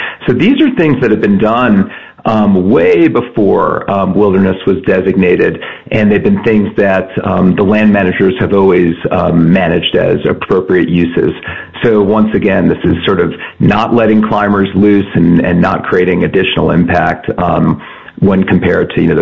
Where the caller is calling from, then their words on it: Estes Park, Colorado, United States; out in Rocky Mountain National Park, where I'm calling in from Estes Park